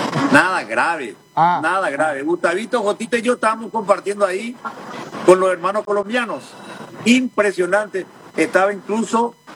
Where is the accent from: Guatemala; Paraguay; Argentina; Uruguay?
Paraguay